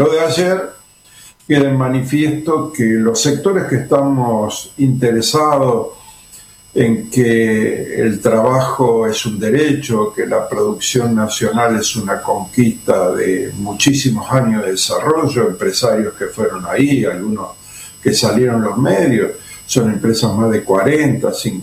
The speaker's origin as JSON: {"language": "Spanish", "region": "Córdoba", "country": "Argentina", "said": "soy contador y de Córdoba"}